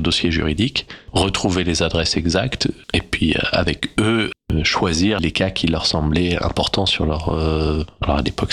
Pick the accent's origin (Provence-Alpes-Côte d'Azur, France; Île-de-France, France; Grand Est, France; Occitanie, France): Île-de-France, France; l'île de France, là où j'ai grandi, et donc autour de Paris